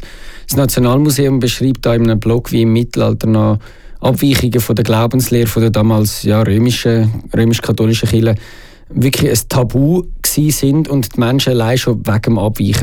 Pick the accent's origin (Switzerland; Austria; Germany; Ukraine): Switzerland; Und allein bei uns in der Schweiz um die 10'000.